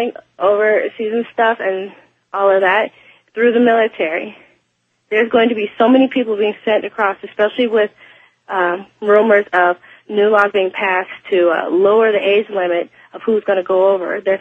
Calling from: Wichita, Kansas, United States; I'm calling from Wichita, Kansas.

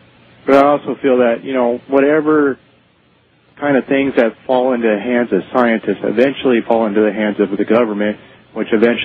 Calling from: San Diego, California, United States; I'm from San Diego.

